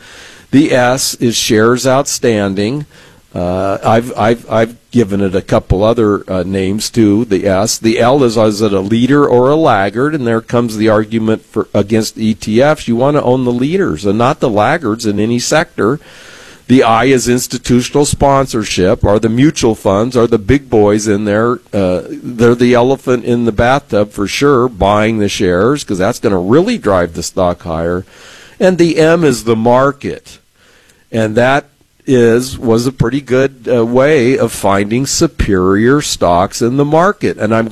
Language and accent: English; San Diego, California, United States; growing up on the West Coast in San Diego for most of my life.